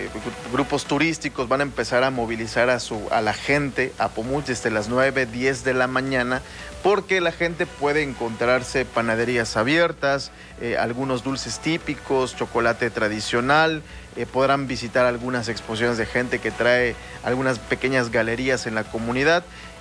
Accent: Mexico; es algo que nos marca una identidad como mexicanos

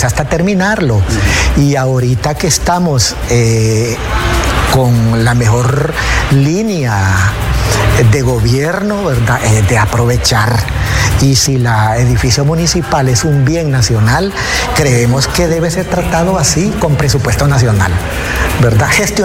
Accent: Juticalpa, Olancho, Honduras; somos ciudadanos de Juticalpa, ¿verdad? Y la ciudad nos gusta vivir aquí, nos duele la ciudad y queremos lo mejor para ella.

